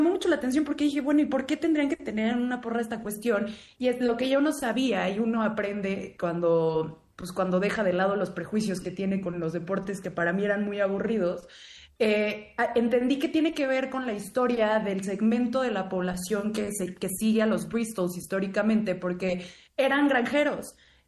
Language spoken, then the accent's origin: Spanish; Mexico